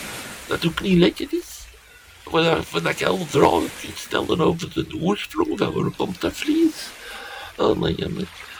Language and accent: Dutch; Belgium; als Belg moet je maar geen slechte frieten serveren.